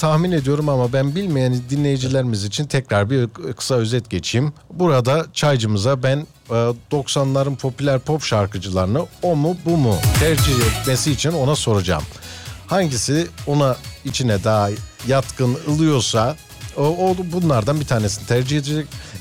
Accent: Kayseri, Turkey; moved away; Bursa'dan Uşak'a geçtik, Uşak'tan ise Antalya'ya. Sonrasında ana yurdum memleketimiz Kayseri.

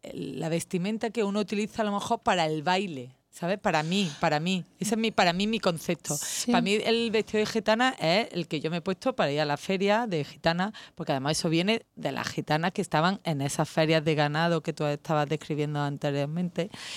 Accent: Baena, Andalusia, Spain; La patrona de mi pueblo es la Virgen de Guadalupe y es el 9 de septiembre.

